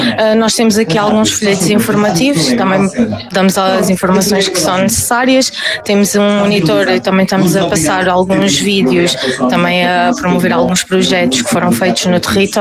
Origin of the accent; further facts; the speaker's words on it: Crato, Portalegre, Portugal; Já conhecia, até porque eu sou do Crato.